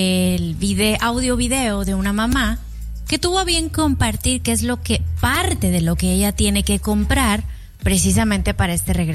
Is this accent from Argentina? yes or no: no; Mexico; al menos te lo digo como mexicana, yo recuerdo que niña, era bien difícil adquirir un instrumento de este tipo.